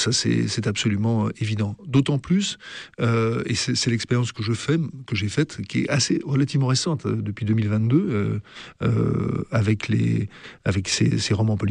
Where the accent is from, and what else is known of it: Étretat, Normandy, France; born or raised there; moved away